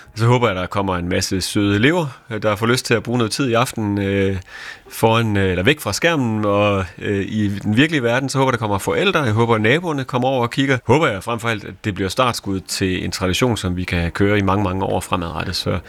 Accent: Tønder, Region of Southern Denmark, Denmark; moved away; Jeg er oprindeligt fra Tønder i Sønderjylland, hvor det med befrielsen fylder ganske meget.

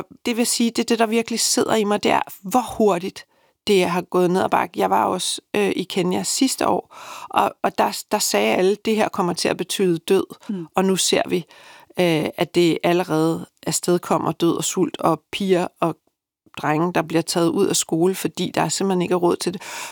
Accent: Haslev, Zealand, Denmark; born there; also born or lived in Africa; Jeg voksede op, da vi kom hjem fra Afrika, i en skovriddergård ved Brent ved Haslev, langt ude på landet.

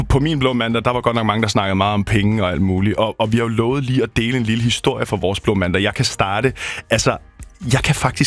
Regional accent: Næstved, Zealand, Denmark; moved away; Næstved, hvor jeg er fra oprindeligt.

